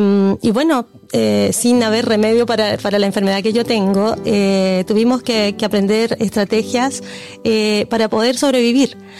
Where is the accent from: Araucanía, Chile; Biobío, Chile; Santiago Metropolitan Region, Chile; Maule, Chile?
Maule, Chile; Talca; born there; Bueno, mira, ahí está la típica broma de que yo nací en Talca